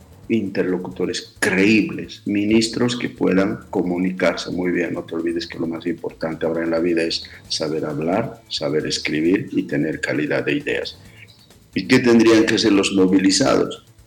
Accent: Bolivia; No podemos enfrentarnos como bolivianos.

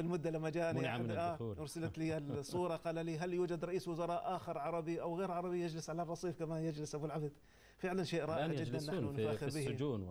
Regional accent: Jordan; نحن من الأردن من أفياء بيت المقدس وما حوله

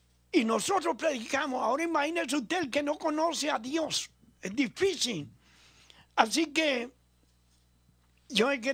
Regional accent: Italy; Spanish is a second language; moved away; also born or lived in Venezuela; Yo soy italiano, pero he pasado mucho tiempo en Venezuela, ya aprendimos el español. Vamos para 71 años de edad ahora en febrero.

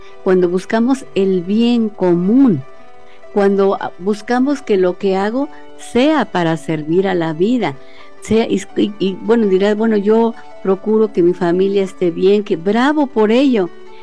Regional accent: Mexico

